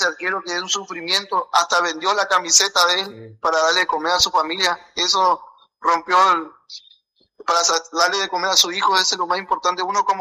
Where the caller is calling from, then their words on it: Posadas, Misiones, Argentina; acá de la Argentina, soy parte de Posada.